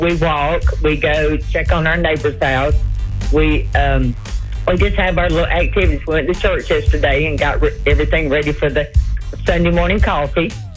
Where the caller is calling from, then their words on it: Alabama, United States; I'm from Alabama